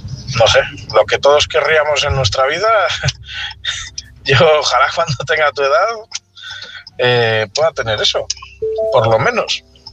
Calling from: Palencia, Castile and León, Spain; Hola, buenas noches. … corresponsal de Palencia

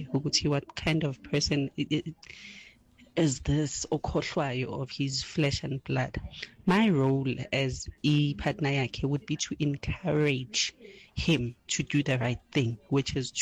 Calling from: Johannesburg, Gauteng, South Africa; We're from Ebony Park.

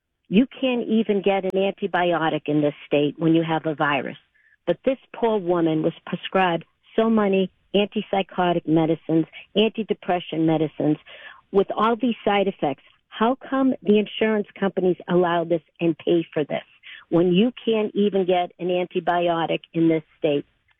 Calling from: Boston, Massachusetts, United States; I'm calling from Boston, the mega medical capital of the United States, if not the world, with the best medical colleges, universities ever.

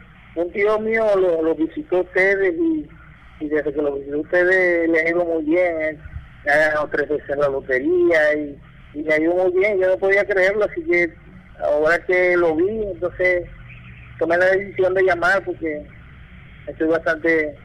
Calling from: Panama; De Panamá.

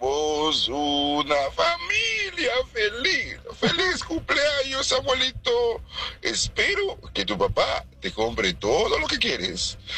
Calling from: Sinaloa, Mexico; Yo soy parte de Sinaloa.

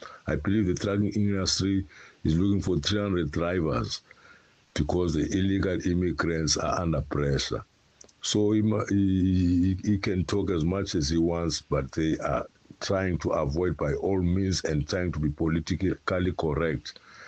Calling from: Cape Town, Western Cape, South Africa; It's Hartebe, Cape Town.

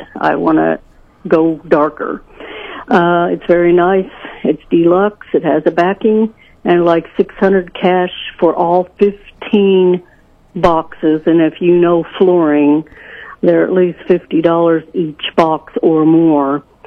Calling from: Sedalia, Missouri, United States; Good morning. I'm calling from Sedalia.

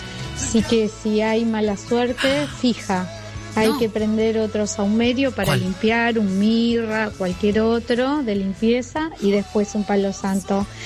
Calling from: Temperley, Buenos Aires Province, Argentina; de Temperley.

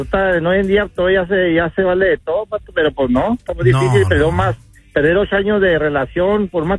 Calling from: Austin, Texas, United States; Aquí de Austin.

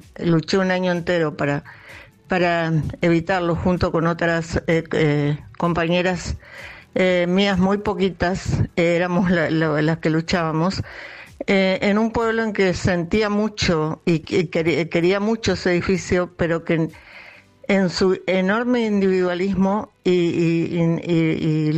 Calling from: Reconquista, Santa Fe, Argentina; de Reconquista, Santa Fe.

